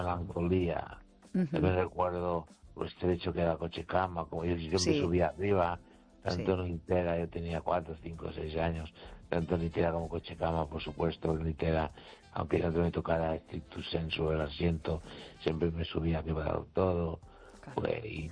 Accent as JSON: {"language": "Spanish", "region": "Galicia", "country": "Spain", "tie": "born or raised there"}